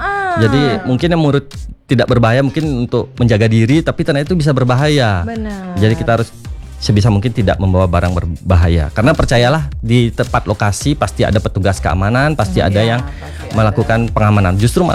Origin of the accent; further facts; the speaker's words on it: Bali, Indonesia; Kita sebagai orang Bali itu harus bangga